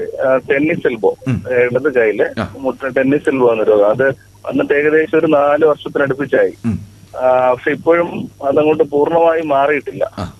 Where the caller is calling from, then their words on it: Neyyattinkara, Kerala, India; ഞാൻ വിളിക്കുന്നത് നെയ്യാറ്റിൻകരയിൽ നിന്നാണ്.